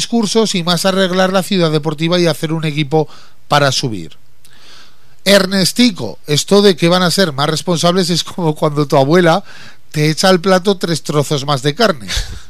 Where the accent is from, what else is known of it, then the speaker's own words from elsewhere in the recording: Spain; No soy menos español por ello.